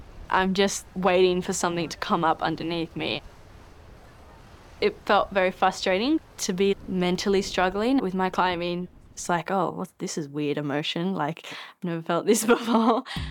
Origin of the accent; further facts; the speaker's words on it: Australia; And I'm like, oh, I'm from Australia, I don't know what you're saying.